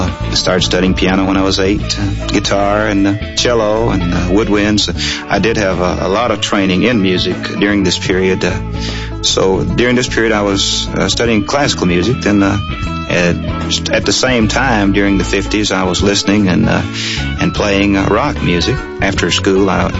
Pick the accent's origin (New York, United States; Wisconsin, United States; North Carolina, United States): North Carolina, United States; Robbinsville; I grew up in the Smoky Mountains of western North Carolina in Robbinsville, right up against Knoxville, Tennessee, on country and bluegrass, hillbilly.